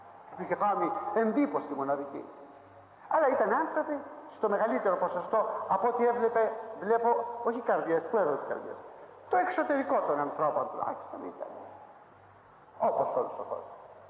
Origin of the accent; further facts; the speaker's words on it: Athens, Attica, Greece; όταν του είπα ότι είμαι από την Αθήνα